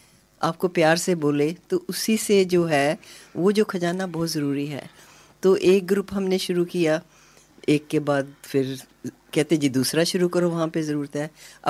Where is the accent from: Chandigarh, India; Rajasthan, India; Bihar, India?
Chandigarh, India; moved away as an adult; now in Australia